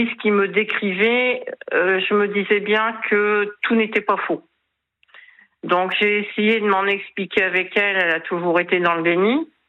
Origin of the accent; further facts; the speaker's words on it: Hauts-de-France, France; Bon, nous sommes originaires des Hauts-de-France.